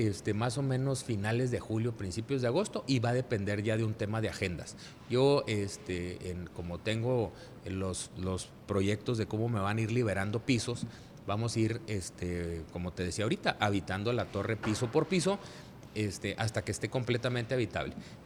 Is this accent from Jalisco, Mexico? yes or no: no; Chihuahua, Mexico; Somos mexicanos, orgullosamente mexicanos, pero a los chihuahuenses nos interesa Chihuahua.